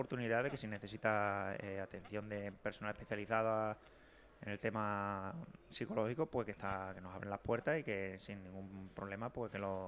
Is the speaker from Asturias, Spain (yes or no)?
no; Barbaño, Extremadura, Spain; a mi pueblo Barbaño, que me he criado ahí, que tengo familia y tengo muchísimos amigos.